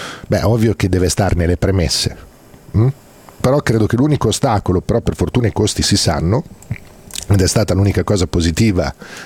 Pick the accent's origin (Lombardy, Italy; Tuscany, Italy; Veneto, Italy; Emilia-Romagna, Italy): Emilia-Romagna, Italy; Bologna; Da bolognese o tifoso del Bologna mi continua a chiedere che fine farà il Dall'Ara